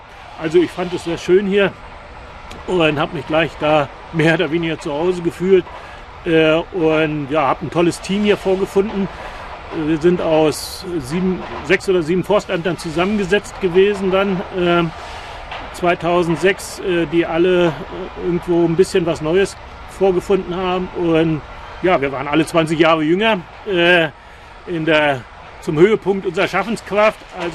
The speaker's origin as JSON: {"language": "German", "region": "Mecklenburg-Vorpommern", "country": "Germany", "tie": "born or raised there", "also_born_or_lived": "Gardelegen / Oberharz", "moved": "as an adult", "lives_now": "Sangerhausen, Germany", "said": "gebürtig bin ich Mecklenburger, an der Ostseeküste aufgewachsen, vor den Toren von Lübeck geboren, aber auf mecklenburgischer Seite. Manche sagen auf falscher Seite."}